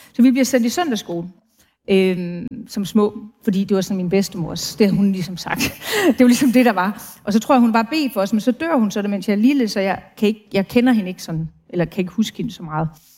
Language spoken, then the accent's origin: Danish; Brønderslev, North Denmark Region, Denmark; Altså, det hedder Brønderslev, der hvor jeg er fra.